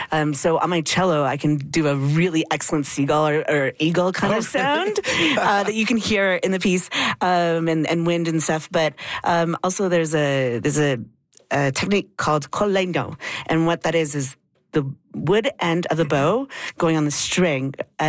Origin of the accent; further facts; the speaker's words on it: Edmonton, Alberta, Canada; I grew up in Edmonton, and there's a Edmonton public string program.